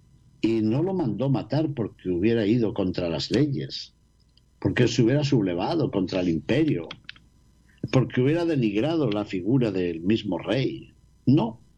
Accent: Castile and León, Spain; las tierras de mi tierra de León

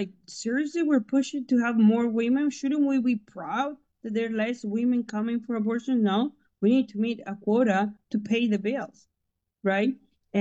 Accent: Mexico; Now, look, I was born and raised in Mexico, so I know what the cartel looks like in person, right?

